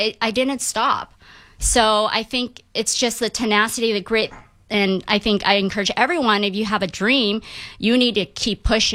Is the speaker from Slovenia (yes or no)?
no; Malaysia; now in United States; I wanted my restaurant to be a representation of who I am as an American immigrant child from Malaysia.